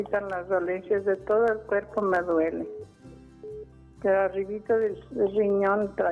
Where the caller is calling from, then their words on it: Tepatitlán, Jalisco, Mexico; Del Tepatitlán